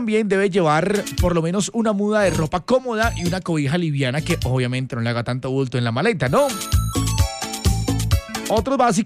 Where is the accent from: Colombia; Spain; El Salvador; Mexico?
Colombia